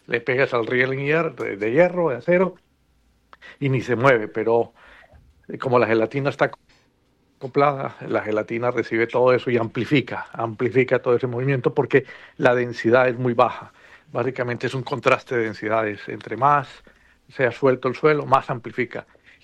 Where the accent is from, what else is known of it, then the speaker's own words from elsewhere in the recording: Manizales, Caldas, Colombia; yo soy de Manizales y me crié alrededor de este tipo de fenómenos.